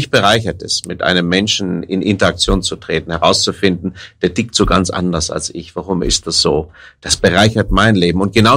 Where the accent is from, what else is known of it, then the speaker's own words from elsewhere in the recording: Rhineland, Germany; Ich bin ein Rheinländer